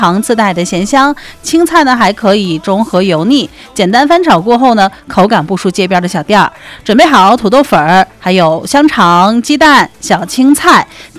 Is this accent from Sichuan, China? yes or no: no; Xinjiang, China; 咱们新疆人